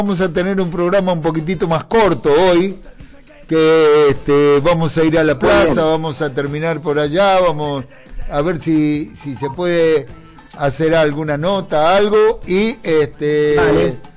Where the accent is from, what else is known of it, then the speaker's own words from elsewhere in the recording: Argentina; así somos los argentinos